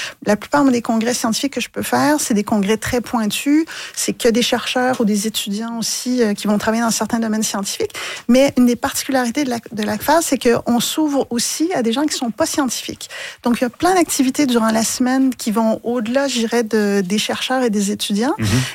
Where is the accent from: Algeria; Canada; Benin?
Canada; Trois-Rivières, Quebec; Oui, je suis une diplômée de l'UQTR. J'ai grandi à Trois-Rivières. Donc, c'est un moment, je dirais, particulier pour moi d'y revenir.